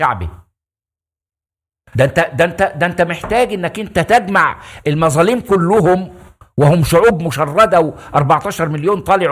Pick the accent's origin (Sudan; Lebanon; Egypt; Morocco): Egypt